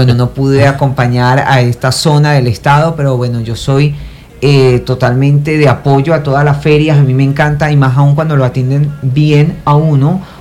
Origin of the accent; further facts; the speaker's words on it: Venezuela; es lo que nos toca como venezolanos